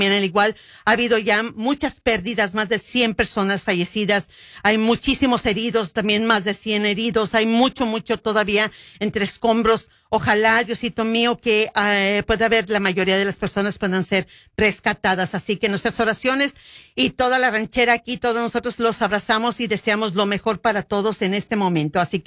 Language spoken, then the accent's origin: Spanish; Mexico; nosotros como mexicanos ya sabemos que tiembla y tiembla en México